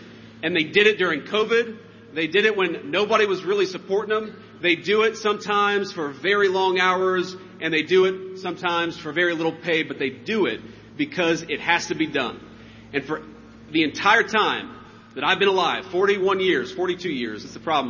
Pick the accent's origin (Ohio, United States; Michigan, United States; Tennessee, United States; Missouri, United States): Ohio, United States; he's actually from my home state of Ohio.